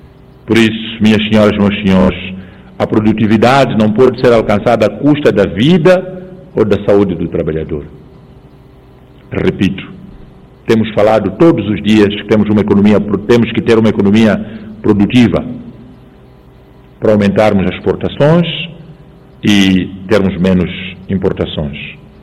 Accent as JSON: {"language": "Portuguese", "country": "Mozambique", "said": "Este é um desafio coletivo de todos nós como moçambicanos."}